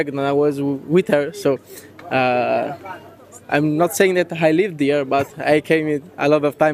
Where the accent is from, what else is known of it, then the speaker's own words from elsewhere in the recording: Italy; English is a second language; I'm from Italy.